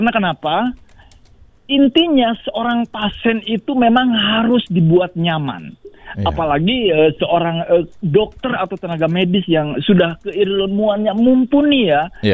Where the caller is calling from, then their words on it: Karawang, West Java, Indonesia; Jadi kesimpulannya dari kami dari Karawang, mohon maaf bahwa ini mental dari tingkat atas maupun bawah mesti dibenahi.